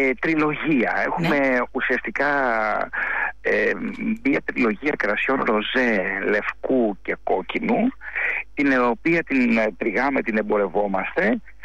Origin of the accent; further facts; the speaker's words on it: Ionian Islands, Greece; Είμαι στην Κεφαλονιά, είναι η ιδιαίτερη πατρίδα μου. Είχαμε λοιπόν αμπέλια, τα καλλιεργούσαμε και τα τριγούσαμε με παραδοσιακές μεθόδους.